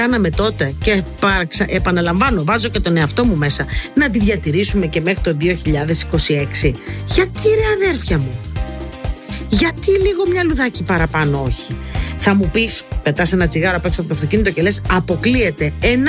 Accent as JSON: {"language": "Greek", "area": "Inoi", "region": "Crete", "country": "Greece", "said": "εκεί στα μέρη μου στην Ινώη"}